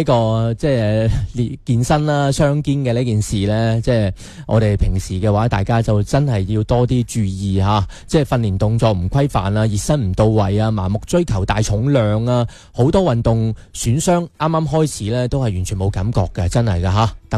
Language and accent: Cantonese; Guangdong, China; 我哋广东人聚餐好多啊，鍾意食宵夜嘅